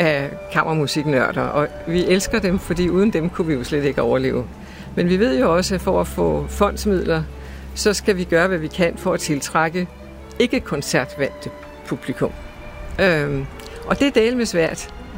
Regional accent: Zealand, Denmark; also born or lived in Copenhagen; now in Ærø, Denmark; i min barndom på Sydsjælland, hvor gårdene var små

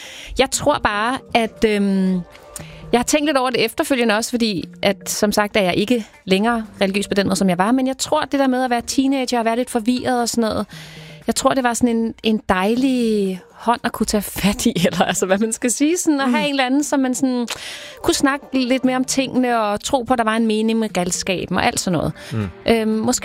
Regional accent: Skovshoved, Capital Region of Denmark, Denmark; jeg voksede op i Skovs Hoved. Jeg kunne godt lide at gå i Skovs Hoved Kirke.

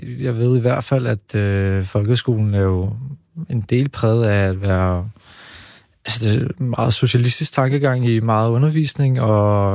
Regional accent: Slagelse, Zealand, Denmark; born there; also born or lived in Israel; now in Copenhagen, Denmark; jeg er vokset op i delvist i Slagelse

